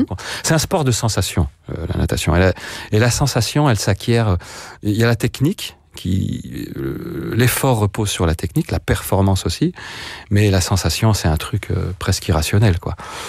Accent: Grenoble, Auvergne-Rhône-Alpes, France; moved away; Je viens de Grenoble, on vit dans une cuvette et on grandit autour de 3 massifs, énormes et magnifiques

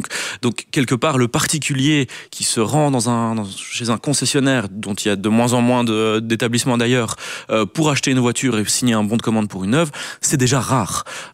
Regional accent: Belgium; chez nous en Belgique

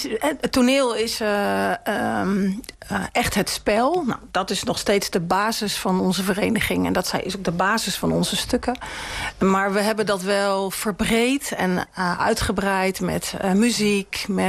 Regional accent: Blokzijl, Overijssel, Netherlands; ik kom ook uit Blokzijl.

